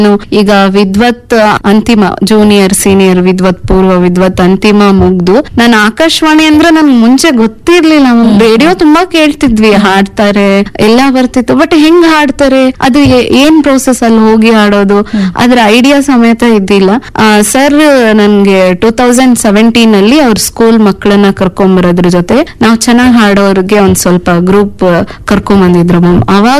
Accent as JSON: {"language": "Kannada", "region": "Karnataka", "country": "India", "tie": "born or raised there", "also_born_or_lived": "Harapanahalli", "said": "ಅದಾದ್ಮೇಲೆ ನಮ್ಮೂರಿಂದ 1-2 ಕಿಲೋಮೀಟರ್ ದೂರ ಸಾಸಿವೆಯಲ್ಲಿ ಅಂತ, ಅಲ್ಲಿ ನನ್ನ ಹೈಸ್ಕೂಲ್ ಎಜುಕೇಶನ್ ಅಲ್ಲೇ ಮ್ಯಾಮ್ 8th, 9th, 10th ಅಲ್ಲಿ ಓದಿದ್ದು. ಅಲ್ಲಿಂದ ಪಿ ಯು ಸಿ ಹರಪನಹಳ್ಳಿ."}